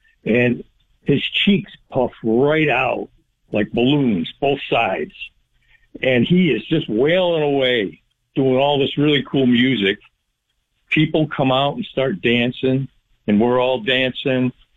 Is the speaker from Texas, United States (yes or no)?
no; New York, United States; Yeah, I'm from New York, so that's why we went.